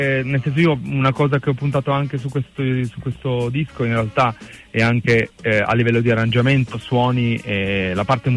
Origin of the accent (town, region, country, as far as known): Cuneo, Piedmont, Italy